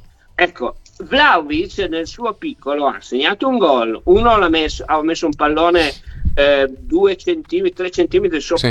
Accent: Turin, Piedmont, Italy; io che sono torinese e che allo stadio comunale ci sono cresciuto

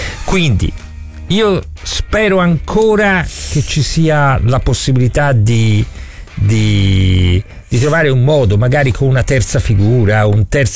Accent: Florence, Tuscany, Italy; noi siamo fiorentini

